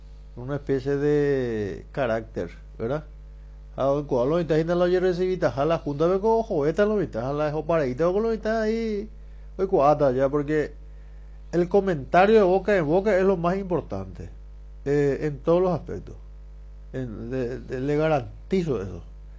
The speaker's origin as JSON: {"language": "Spanish", "country": "Paraguay"}